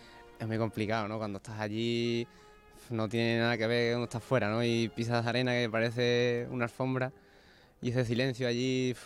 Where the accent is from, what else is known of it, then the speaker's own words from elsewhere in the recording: Huelva, Andalusia, Spain; now in Vea, Spain; Bueno, pues yo soy un chaval de Huelva, vivo ahora mismo en Vea